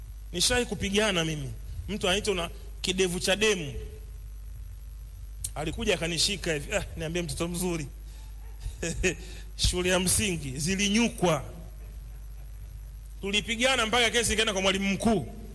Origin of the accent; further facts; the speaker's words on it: Kilimanjaro, Tanzania; Sisi ni Wachaga wote, maduka kuwa tofauti, kuwa tofauti.